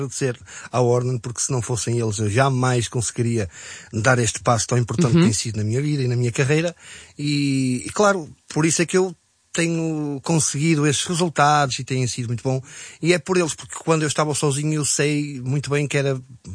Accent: Portugal; E luso porque somos portugueses

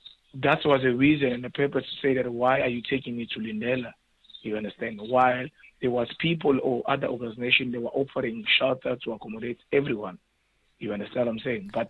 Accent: South Africa; born there; also born or lived in Democratic Republic of the Congo; I'm Congolese, I'm documented, have papers, I grew up here in South Africa.

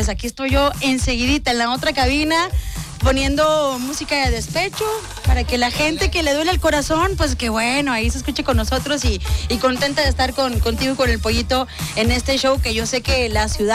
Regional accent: Chihuahua, Mexico; also born or lived in Monterrey; originaria soy chihuahuita, pero ojo, yo no soy como los de allá, tranquilo, órale, yo no soy así. Soy de Chihuahua, pero duré un rato viviendo en Monterrey, ahí andando en varias partes de México también.

